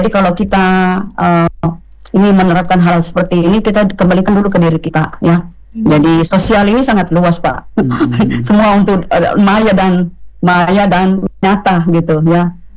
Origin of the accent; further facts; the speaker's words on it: South Sulawesi, Indonesia; accent: Bugis; saya maaf pakai logat Bugis.